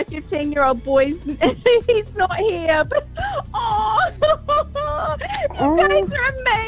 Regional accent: Australia; now in New Zealand; I'm actually Australian.

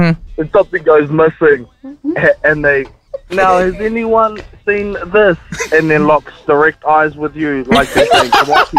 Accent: Auckland, New Zealand; growing up on the north side of Auckland back in the early 2000s, being that one brown kid at school

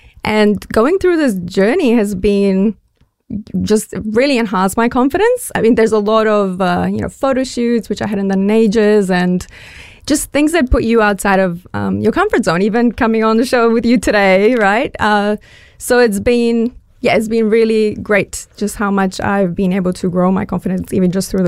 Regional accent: Bulgaria; now in New Zealand; I'm originally from Bulgaria, and that's a big meat-eating culture.

